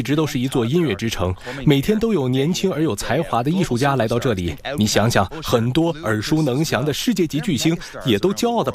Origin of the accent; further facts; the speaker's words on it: Dublin, Leinster, Ireland; 当然，我来自爱尔兰都柏林，还没准备好开口就说亚里